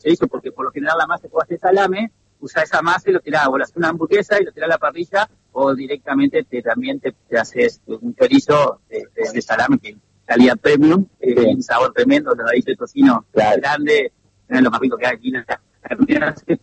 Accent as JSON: {"language": "Spanish", "town": "Viale", "region": "Entre Ríos", "country": "Argentina", "tie": "born there", "said": "Claro, yo acá a 50 kilómetros tengo, donde nací en Viales, tengo un pequeño lugar donde procesamos la carne."}